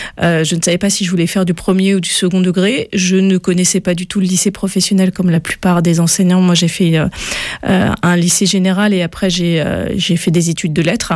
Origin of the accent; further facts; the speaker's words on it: Brest, Brittany, France; now in Paris, France; Donc, moi, je suis originaire de Brest. Par hasard, mon mari a été muté à Nantes et donc j'ai eu une suppléance à Talensac en 99 d'une année.